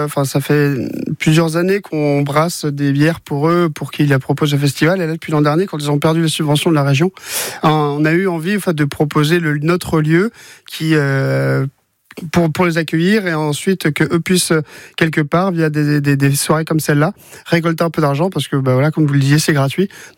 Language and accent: French; Bayonne, Nouvelle-Aquitaine, France; moved away as an adult; now in Mayenne, France; moi, à la base, j'ai grandi à Bayonne, dans le sud-ouest. Je suis arrivé en Mayenne de par ma compagne.